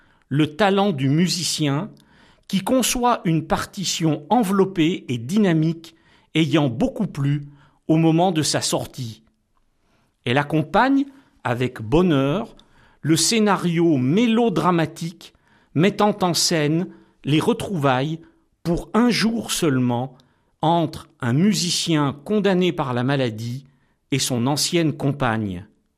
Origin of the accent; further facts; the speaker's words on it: France; Ce que nous ignorons souvent en tant que Français, c'est que de l'autre côté des Alpes, il a existé de bons compositeurs de musique de film en dehors d'Ennio Morricone.